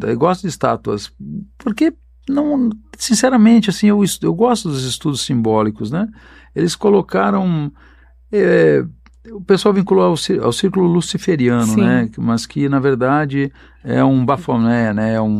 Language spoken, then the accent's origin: Portuguese; Rio Grande do Sul, Brazil; born there; now in Roraima, Brazil; Eu nasci no Rio Grande do Sul, sou gaúcho, eu sou gaúcho.